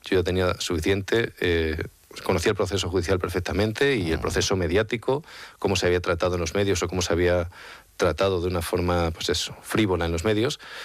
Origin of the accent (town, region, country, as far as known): Extremadura, Spain